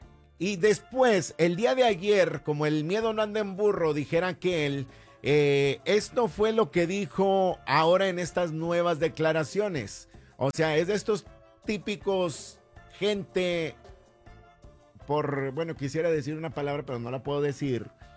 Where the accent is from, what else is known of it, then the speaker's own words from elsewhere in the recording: Mexico; moved away; nosotros también venimos a este país buscando esa oportunidad que nuestros país México no nos dan